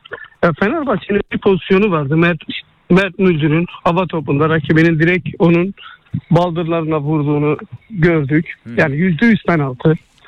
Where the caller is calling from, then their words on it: Izmir, İzmir, Turkey; İzmir'den arıyorum.